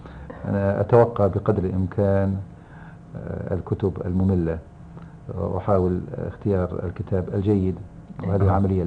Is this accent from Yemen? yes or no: no; Kuwait; أنا كمواطن كويتي،